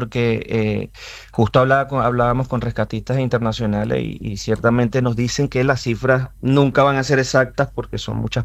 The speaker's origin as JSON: {"language": "Spanish", "country": "Venezuela", "lives_now": "Uruguay", "said": "yo como venezolano en Uruguay, bueno, siempre agradecido con el paisito"}